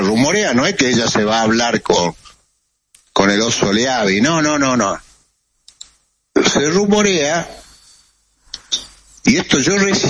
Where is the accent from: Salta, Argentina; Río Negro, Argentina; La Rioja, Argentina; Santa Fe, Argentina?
Salta, Argentina; yo soy salteño